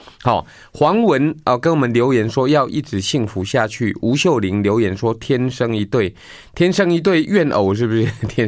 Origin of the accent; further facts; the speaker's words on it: Taiwan; 我们台湾人